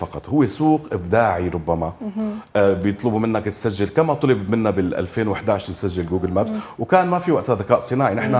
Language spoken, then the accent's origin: Arabic; Syria; بالنهاية نحن موجودين سوريين منحب هاي البلد كتير